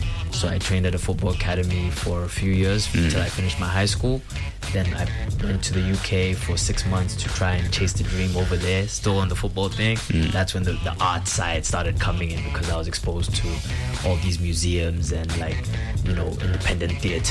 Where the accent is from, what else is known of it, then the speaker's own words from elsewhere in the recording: Gaborone, South-East District, Botswana; Okay, I grew up in Bots. I grew up in Gabs. I was born in, you know, private hospital. And I went to Thornhill Primary School. And, you know, like, I had, you know, and my mom is Zambian, my dad is Ugandan.